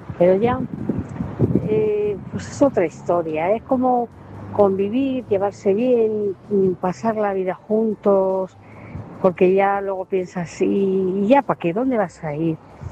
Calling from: Móstoles, Community of Madrid, Spain; Buenas noches, Maite … de Móstoles.

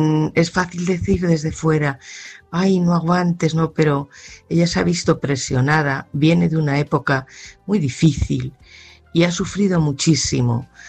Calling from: Salamanca, Castile and León, Spain; de Salamanca.

